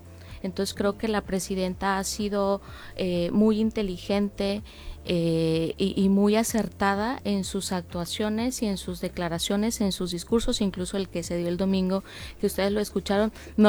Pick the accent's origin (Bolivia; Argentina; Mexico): Mexico; Nosotros como mexicanos